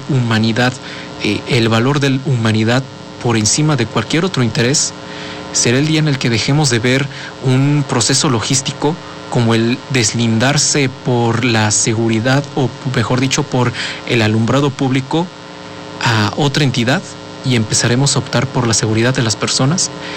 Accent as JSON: {"language": "Spanish", "country": "Mexico", "said": "como nosotros, como mexicanos deseamos muchas veces en nuestra vida académica"}